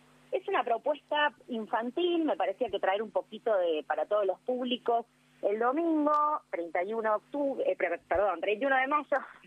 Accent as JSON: {"language": "Spanish", "region": "Buenos Aires", "country": "Argentina", "said": "Nosotros estamos muy orgullosos como porteños"}